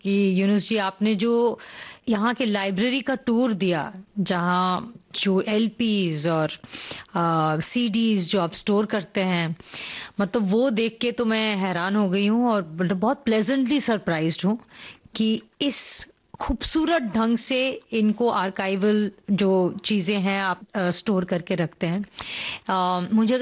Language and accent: Hindi; Pune, Maharashtra, India; born there; मैं एक्चुअली पुणे में पैदा हुई थी